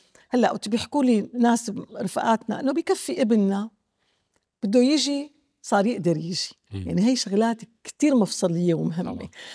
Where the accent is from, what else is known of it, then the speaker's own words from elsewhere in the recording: Syria; رجعت الفرحة لقلبنا انه نحن سوريين.